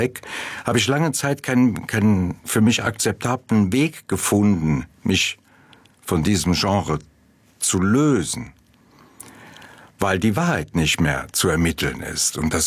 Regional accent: Eifel, Germany; Das Buch hat mir geholfen, ein Stück meinen Frieden zu machen mit einigen Menschen, mit meiner Heimatstadt.

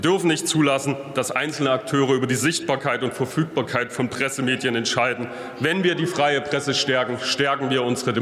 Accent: Leipzig, Saxony, Germany; In meiner Heimatstadt Leipzig

